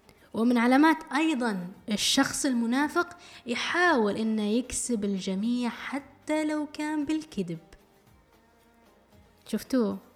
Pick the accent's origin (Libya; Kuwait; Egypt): Libya; accent: Libyan; يعني نقول إحنا بلهجتنا الليبية